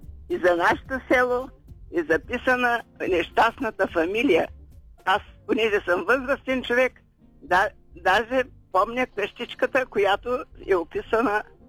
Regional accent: Dragoevo, Shumen Province, Bulgaria; now in Shumen, Bulgaria; Аз съм родом от Драгоево, в Шумен живея

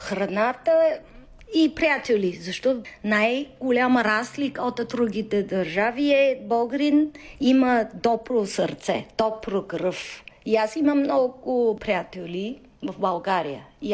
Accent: China; Bulgarian is a second language; moved away as an adult; now in Bulgaria; аз забравя съм китайка

